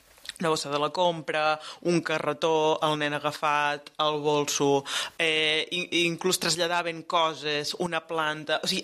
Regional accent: Blancafort, Catalonia, Spain; quan ve mercat a Blancafort, al meu poble, jo el faig servir.

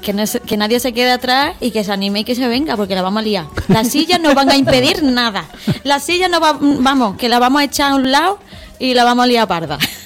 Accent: Utrera, Andalusia, Spain; moved away; Estaba deseando pasar por mi pueblo

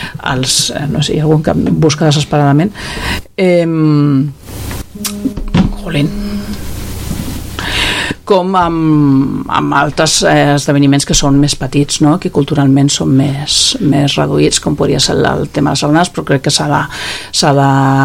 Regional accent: Cubelles, Catalonia, Spain; Jo sempre dic que sóc de Cubelles de tota la vida, però els meus pares no ho eren

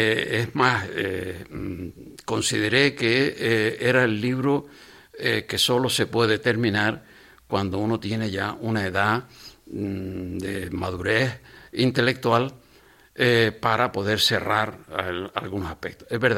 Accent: Arucas, Canary Islands, Spain; Yo soy hijo predilecto de Arucas

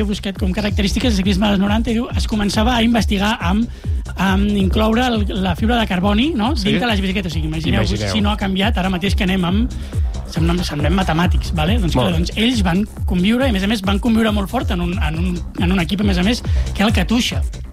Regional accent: Catalonia, Spain; jo sóc una persona nascuda i crescuda al Vallès

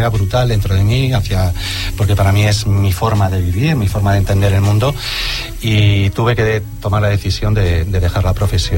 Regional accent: Ferrol, Galicia, Spain; born there; me propusieron hacer una película con Paco Rabal y Federico Lupi en Ferrol, donde yo nací, evidentemente

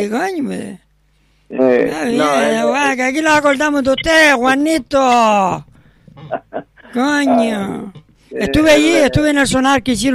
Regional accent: Canary Islands, Spain; que es la única intención que tiene uno aquí, claro, como canario, claro, por defender lo nuestro, coño.

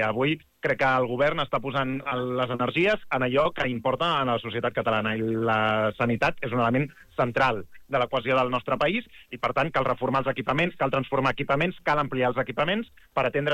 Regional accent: Barcelona, Catalonia, Spain; born there; la meva àvia era llevadora al barri de la Barceloneta de Barcelona

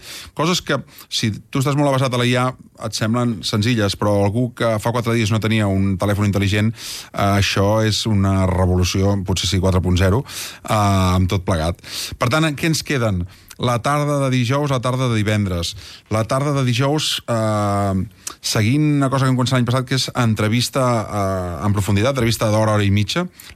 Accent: Granollers, Catalonia, Spain; Jo hi era perquè la que t'osfera va començar a la bonica vila de Granollers, i jo sóc de Granollers, i per tant em quedava molt a prop

